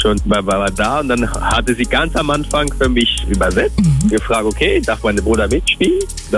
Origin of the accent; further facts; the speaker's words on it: Togo; German is a second language; now in Alsace, France; gebürtig aus Togo, wohne mittlerweile im Elsass